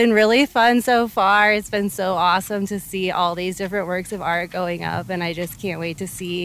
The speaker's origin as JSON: {"language": "English", "town": "Littleton", "region": "Colorado", "country": "United States", "said": "I'm from Littleton, Colorado, and this is my first time here."}